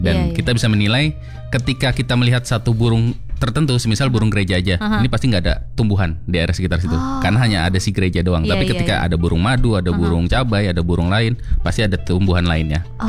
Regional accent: Jakarta, Indonesia; sebagai orang Jakarta

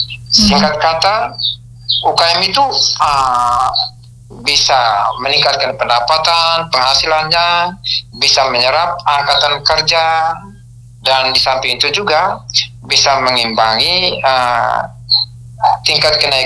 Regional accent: East Nusa Tenggara, Indonesia; kerajinan yang menjadi andalan kita orang Flores

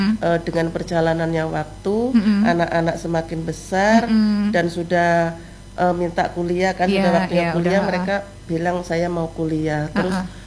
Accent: Kebumen, Central Java, Indonesia; moved away; saya ingat di kampung saya kan di sini merantau

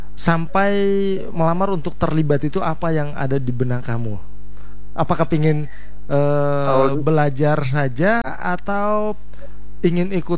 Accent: Belu, East Nusa Tenggara, Indonesia; now in Kupang, Indonesia; Wow, itu kampung saya tuh.

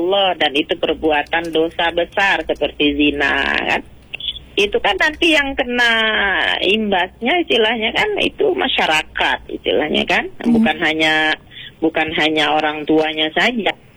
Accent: Muara Bulian, Jambi, Indonesia; now in Jambi, Indonesia; Saya dulu juga dari Bulian, sekarang di Jambi.

